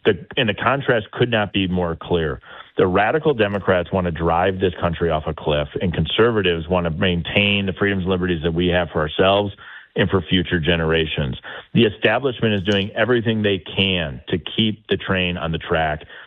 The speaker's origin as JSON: {"language": "English", "region": "Wisconsin", "country": "United States", "tie": "born or raised there", "said": "conservatives, Republicans who are running in swing states like my home state of Wisconsin"}